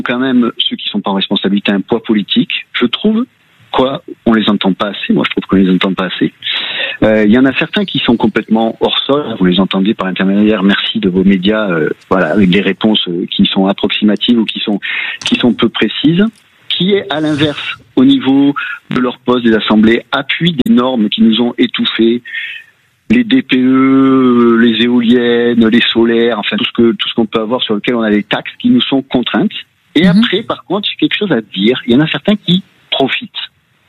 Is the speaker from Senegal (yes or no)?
no; France; en tant que Français